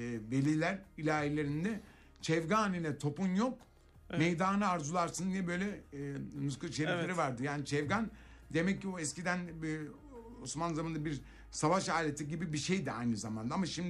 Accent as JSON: {"language": "Turkish", "region": "Istanbul", "country": "Turkey", "tie": "born or raised there", "said": "ben çocukluğum Fatih'te büyüdüm."}